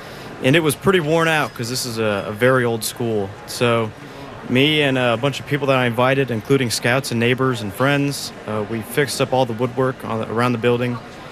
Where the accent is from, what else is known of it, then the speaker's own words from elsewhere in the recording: Colleyville, Texas, United States; I'm from Colleyville, Texas, which is just outside of Fort Worth.